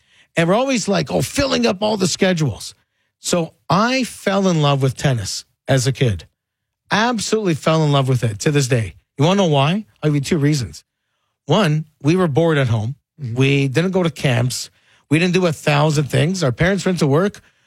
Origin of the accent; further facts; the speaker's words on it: Nobleton, Ontario, Canada; where I grew up in Nobleton